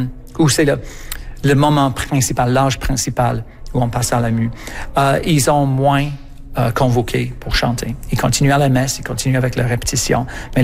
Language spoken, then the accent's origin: French; England, United Kingdom; French is a second language